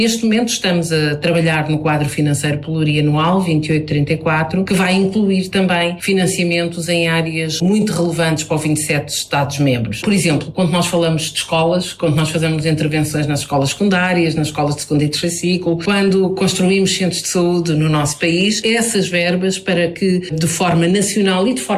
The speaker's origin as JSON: {"language": "Portuguese", "town": "Amadora", "region": "Lisbon", "country": "Portugal", "said": "tenho 54 anos, venho de Lisboa, da Amadora, onde tive o privilégio de ser autarca nos últimos 23 anos."}